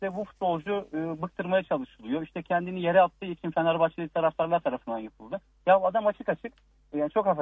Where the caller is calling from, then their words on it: Istanbul, Turkey; İstanbul.